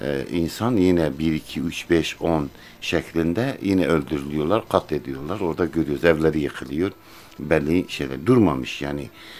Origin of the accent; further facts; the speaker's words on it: Diyarbakır, Diyarbakır Province, Turkey; Hüdapar Diyarbakır İl Başkanlığı'nı yapıyorum şu anda. Diyarbakırlıyım.